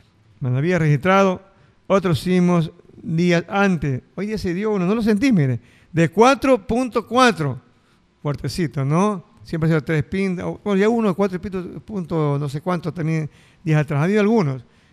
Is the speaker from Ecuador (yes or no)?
yes; Ecuador